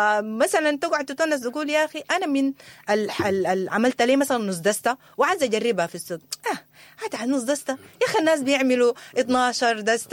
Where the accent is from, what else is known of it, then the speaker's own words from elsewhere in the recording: Sudan; بلدنا السودان